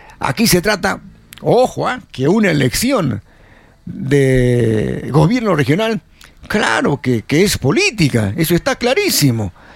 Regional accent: Arequipa, Peru; Que como arequipeños tengamos que tomar la última y la mejor decisión, esperemos.

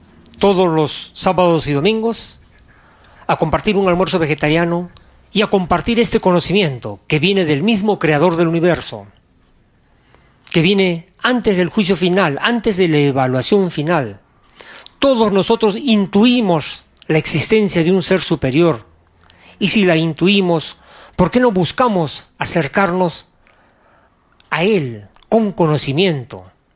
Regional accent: Arequipa, Peru; born there; ¿Por qué nací en Perú? ¿Por qué nací en Arequipa?

